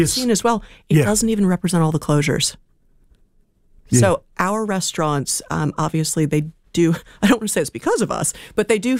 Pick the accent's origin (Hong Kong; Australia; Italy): Italy; now in New Zealand; I grew up in Italy.